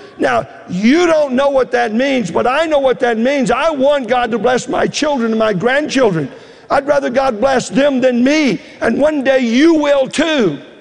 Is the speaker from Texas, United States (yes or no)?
yes; Texas, United States; I love football. I grew up in Texas. You get a football in your crib, you know.